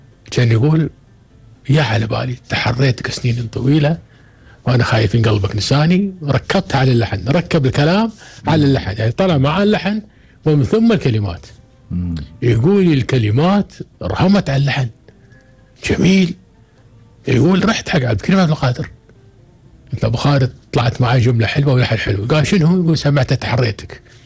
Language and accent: Arabic; Kuwait; عندنا بالكويت